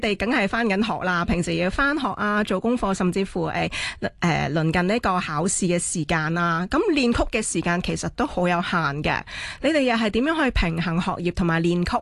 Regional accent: Macau; 准备15岁，嚟自澳门嘅

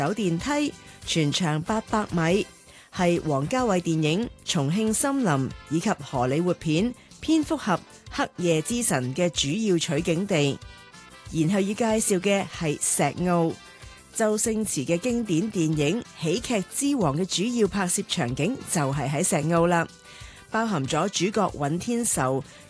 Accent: Hong Kong; 而我哋作为香港人又点可以错过呢？

